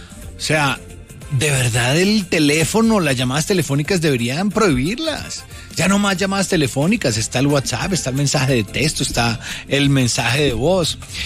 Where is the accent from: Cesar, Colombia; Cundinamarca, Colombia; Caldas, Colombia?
Caldas, Colombia; Manizales; No sé, Dairo, haz lo tuyo, porque los manizaleños te necesitamos así como los barranquilleros necesitan a Juan Pablo Montoya.